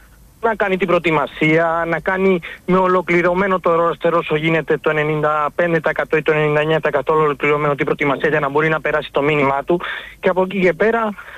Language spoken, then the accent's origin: Greek; Mallorca, Balearic Islands, Spain; Εγώ μπορώ να σας πω για το Μαφέο που ήρθε στον Ολυμπιακό, που τον είχαμε εδώ στο νησί μου, στη Μαγιόρκα.